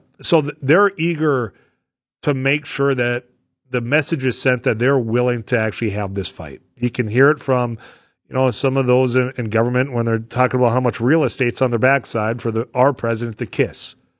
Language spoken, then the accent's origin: English; Leeds, North Dakota, United States; moved away; back in my home country, they got 8 inches in rugby, I think 6 in my hometown of Leeds.